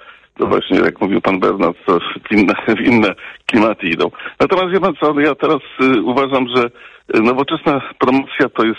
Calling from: Lubusz Voivodeship, Poland

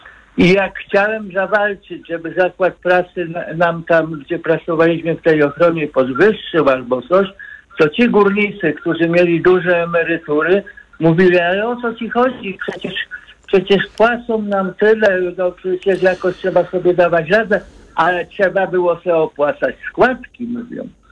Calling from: Katowice, Silesian Voivodeship, Poland; Ponieważ jestem z Katowic

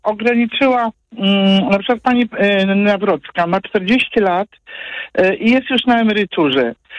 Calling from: Toruń, Kuyavian-Pomeranian Voivodeship, Poland; Ja dzwonię z Torunia i mam 70 lat.

